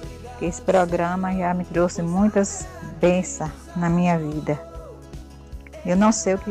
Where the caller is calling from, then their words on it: Vitória, Espírito Santo, Brazil; estou falando de Vitória do Espírito Santo.